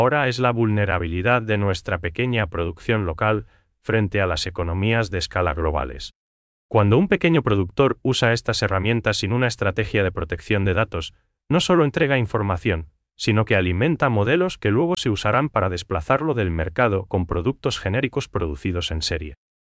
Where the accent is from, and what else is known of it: Paraguay